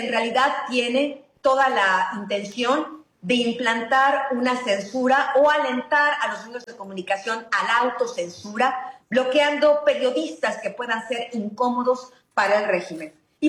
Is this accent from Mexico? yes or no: yes; Mexico; yo, al menos como mexicana